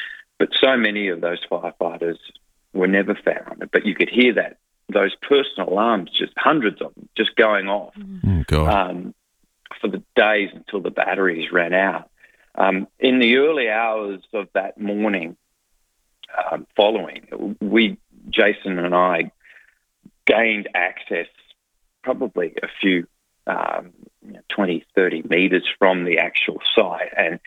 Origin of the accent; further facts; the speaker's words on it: Bendigo, Victoria, Australia; I was petrified. I didn't know. I'm a boy from Bendigo.